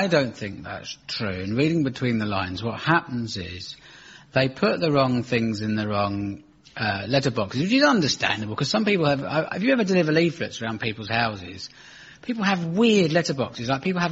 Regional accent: Aldershot, South East England, United Kingdom; growing up in Aldershot in the 60s and 70s

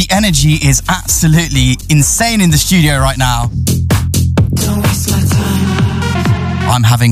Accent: Poland; moved away; Poland, funnily enough, my home country.

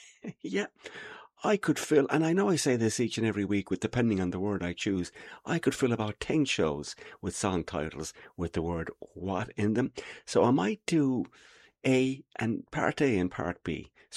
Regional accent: Limerick, Munster, Ireland; broadcasting from my hometown and city of Limerick in Ireland

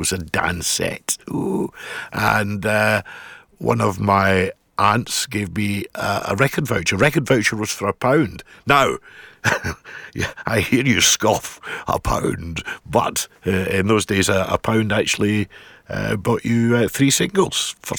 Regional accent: Paisley, Scotland, United Kingdom; I came in from Paisley at the time, one in the high street, and they had a little booth that you could go in, listen to the records.

